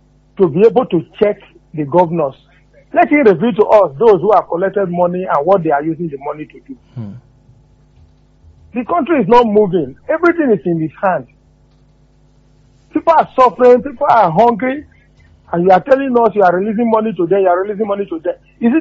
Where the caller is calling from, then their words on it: Nigeria; I'm calling you from Ologwe.